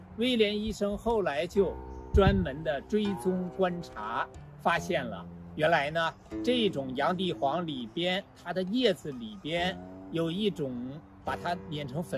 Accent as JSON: {"language": "Chinese", "country": "China"}